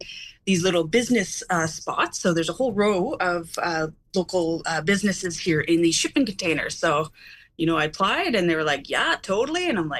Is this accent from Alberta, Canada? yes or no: no; Prince George, British Columbia, Canada; When I was a teenager, I used to frequent this record store in my hometown of Prince George.